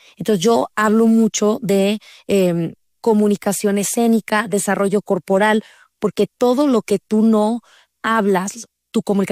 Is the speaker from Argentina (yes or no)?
no; Mexico; now in Los Angeles, United States; En vocabulario mexicano diríamos